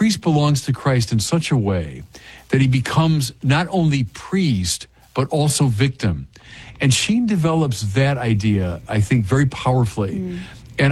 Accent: Illinois, United States; you mentioned we're both from Illinois, that's true.

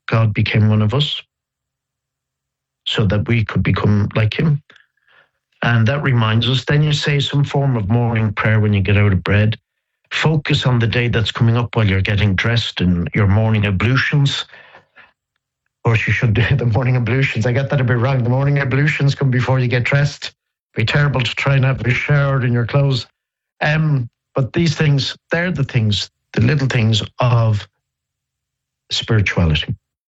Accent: Dublin, Leinster, Ireland; born or raised there

